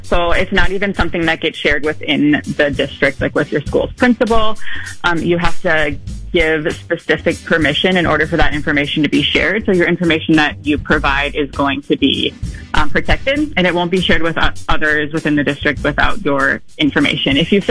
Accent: Minneapolis, Minnesota, United States; So I'm from Minneapolis, so I'm speaking specifically for Minneapolis

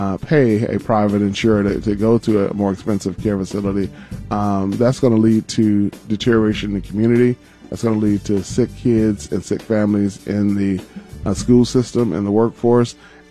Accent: Detroit, Michigan, United States; now in Minneapolis, United States; you're born and raised in Detroit.

